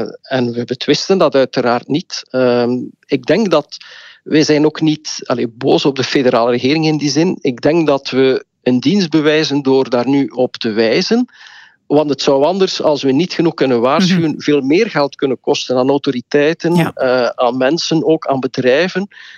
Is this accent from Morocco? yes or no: no; Belgium; Je moet ook weten dat na de overstromingen in de Ardennen dat het crisisbeleid in ons land een beetje hertekend is.